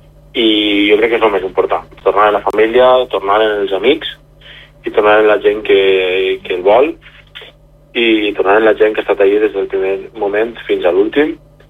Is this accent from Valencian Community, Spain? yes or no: yes; Oliva, Valencian Community, Spain; No, jo sóc ciutadà d'Oliva des de que vaig nàixer, i conforme he dit, jo tinc la meva feina en Oliva i torno a la feina